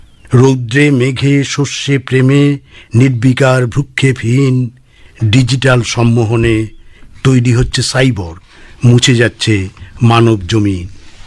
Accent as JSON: {"language": "Bangla", "town": "Silchar", "region": "Assam", "country": "India", "tie": "born there", "said": "আমি 49 সালে, মা এলেন শিলচরে, এসে বাসা বাঁধলেন বাবা মা, সেখানে আমি জন্মালাম।"}